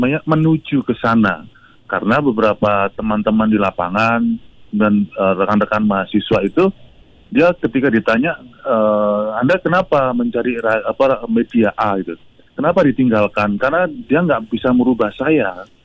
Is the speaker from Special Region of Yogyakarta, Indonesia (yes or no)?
yes; Yogyakarta, Special Region of Yogyakarta, Indonesia; Pertama itu secara umum ya, karena saya dari Jogja ya